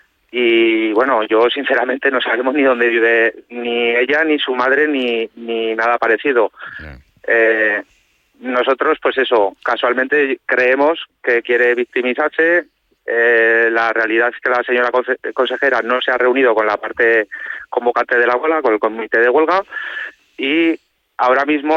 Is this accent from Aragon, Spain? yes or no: yes; Zaragoza, Aragon, Spain; yo que soy zaragozano, sí, y pues transito Zaragoza